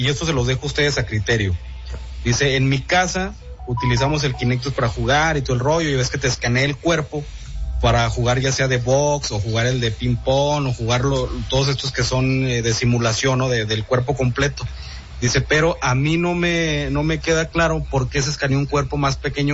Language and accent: Spanish; San Juan del Río, Durango, Mexico; Entonces, en mi pueblo es el segundo colonizado aquí en el estado de Durango. El primero fue Nombre de Dios y luego fue San Juan de Río en las misiones franciscanas.